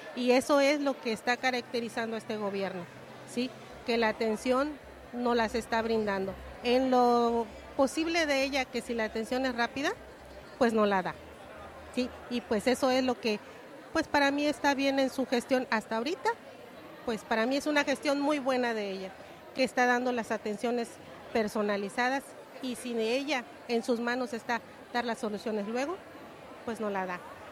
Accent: Poza Rica, Veracruz, Mexico; born there; Yo soy una costarricense nacida aquí y eso es lo que todos anhelamos, que Poza Rica se vea bonita.

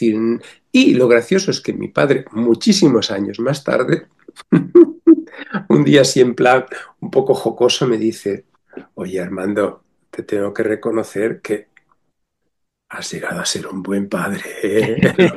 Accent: Extremadura, Spain; Soy extremeño profundo, pero no se nota.

